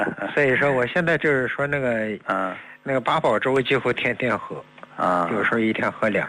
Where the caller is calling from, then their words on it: Baoding, Hebei, China; 当时我跟您说的是保定市区的人